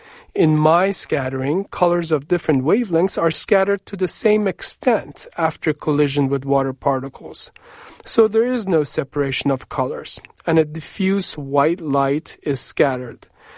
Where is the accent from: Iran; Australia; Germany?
Iran; also born or lived in Boston; now in Houston, United States; I grew up in Iran, closer to the equator